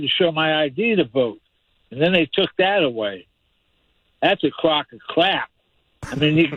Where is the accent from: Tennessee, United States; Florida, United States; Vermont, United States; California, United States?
California, United States; San Marcos; now in Carlsbad, United States; I grew up in San Marcos, and I graduated in 80, and I was 18